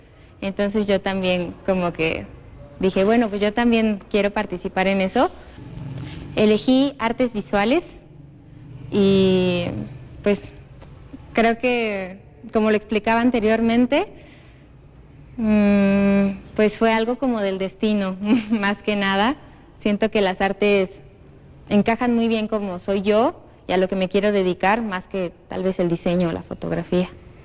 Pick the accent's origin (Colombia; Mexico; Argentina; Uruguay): Mexico; Perote, Veracruz; Pues yo soy de Perote, Veracruz, entonces ahí las artes no son como algo muy arraigado en la cultura.